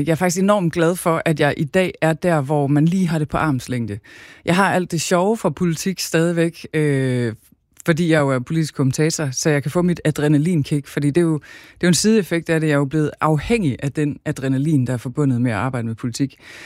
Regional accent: Zealand, Denmark; moved away as an adult; now in Kildebrønde, Denmark; i gamle dage, der var jeg søs fra Kalhave, og nu er jeg søs fra Kildebrønde. Altså, det er så tæt på, som det næsten kan blive. Jeg bor i et hus, der fuldstændig ligner det hus, jeg er vokset op i.

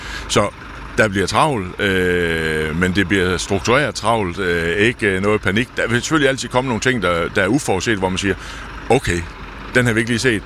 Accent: Vejle, Region of Southern Denmark, Denmark; nu kommer jeg selv fra Vejle

